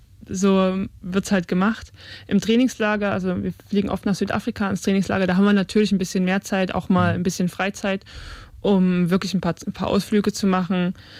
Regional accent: Chemnitz, Saxony, Germany; born there; moved away as an adult; now in Leipzig, Germany; Ich bin noch in der DDR geboren und in Karl-Marx-Stadt.

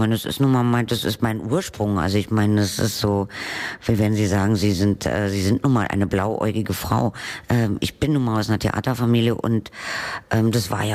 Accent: Berlin, Germany; übrigens bin ich natürlich in Berlin-Mitte groß geworden

